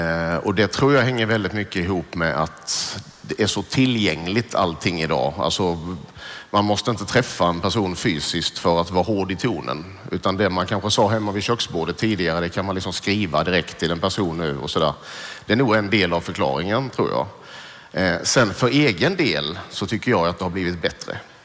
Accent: southern Sweden, Sweden; Men jag är från en liten kommun, en liten stad i södra Sverige.

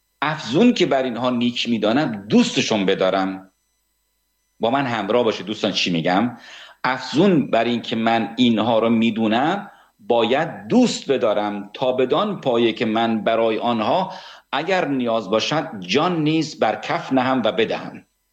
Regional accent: Iran; born there; first language Persian; آه من ایرانی هم دیگه، در ایران زاده شدم، زبان منم پارسیه و اونجا هم خونه دارم،

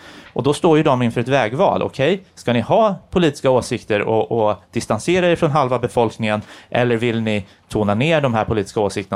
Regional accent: Kalmar County, Sweden; Det är ingen nere i mina hemtrakter i Kalmar län och i östra Småland och ute på Öland.

